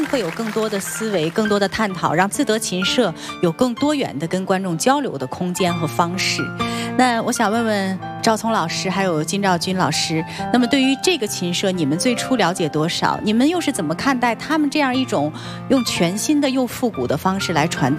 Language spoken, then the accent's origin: Chinese; China; 我们中国的文化艺术要传承下去